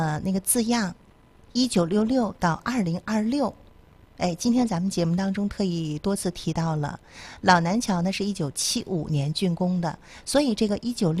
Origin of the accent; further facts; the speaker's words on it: Jinzhou, Liaoning, China; 是属于咱们锦州这座工业城市的时光印记啊